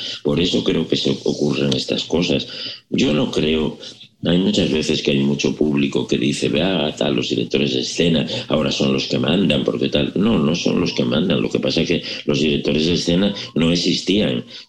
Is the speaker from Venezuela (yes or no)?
no; Asturias, Spain; como dicen en mi tierra, en todos los sitios cuecen faves, que yo soy asturiano